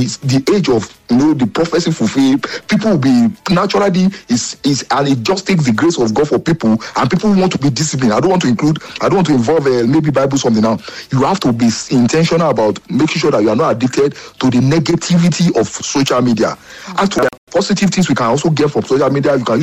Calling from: Derby, East Midlands, United Kingdom; I'm calling from Derby, United Kingdom.

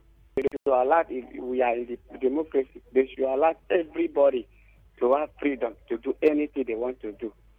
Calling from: Port Harcourt, Rivers, Nigeria; I'm calling you from Port Harcourt.

